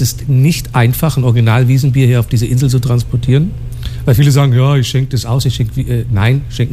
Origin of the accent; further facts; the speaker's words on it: Munich, Bavaria, Germany; moved away; Da darf ich jetzt mal was als Münchner dazu sagen